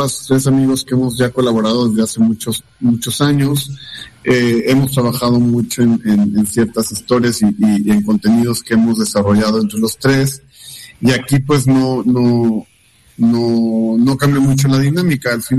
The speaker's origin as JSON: {"language": "Spanish", "country": "Mexico"}